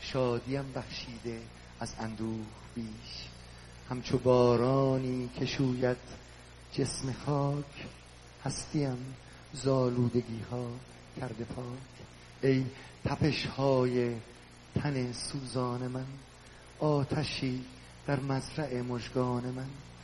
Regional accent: Iran; moved away

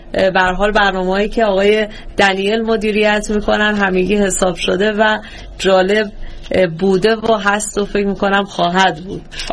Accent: Iran; خصوصا من که در ایران بعد از انقلاب بزرگ شدم.

